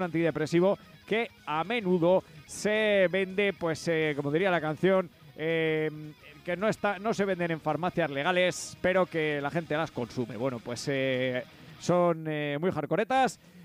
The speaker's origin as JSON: {"language": "Spanish", "town": "Lerín", "region": "Navarre", "country": "Spain", "said": "Sigues conmigo, que … soy de Lerín"}